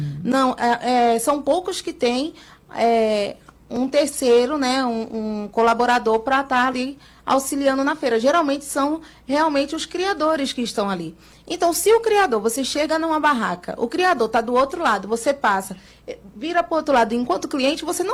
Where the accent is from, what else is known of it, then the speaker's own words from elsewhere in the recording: Vitória da Conquista, Bahia, Brazil; Eu sou de Vitória da Conquista, por isso que o nome ele é sugestivo.